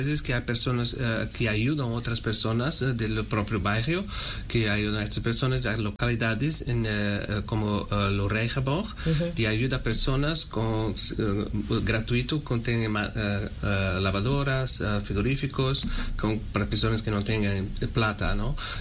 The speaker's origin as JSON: {"language": "Spanish", "country": "Portugal", "second_language": "Spanish", "lives_now": "Amsterdam, Netherlands", "said": "por ejemplo, en Portugal, yo soy portugués, no soy español, no hay estas cosas."}